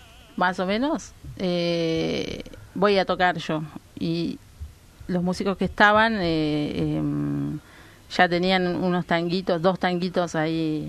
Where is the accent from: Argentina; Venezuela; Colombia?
Argentina; Trelew, Chubut; porque yo soy de Trelew.